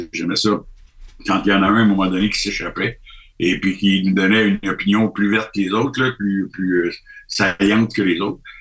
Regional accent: Canada; moi, je dis, écoutez, moi, je suis du Canada, je suis ici de passage.

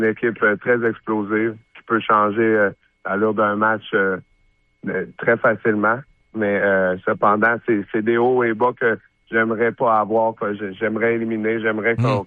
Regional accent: Quebec, Canada; être ici à Québec en tant que Québécois

